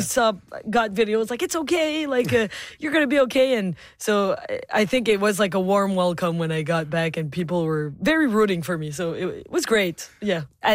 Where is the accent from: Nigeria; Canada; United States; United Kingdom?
Canada; Dieppe, New Brunswick; moved away as an adult; also born or lived in Montreal; growing up in Dieppe, right close to Moncton